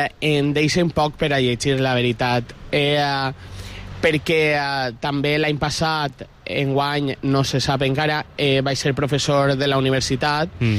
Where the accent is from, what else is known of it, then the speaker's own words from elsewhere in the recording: Valencian Community, Spain; els valencians com a... tinguem una cosa molt bonica, que és l'idioma, tinguem el valencià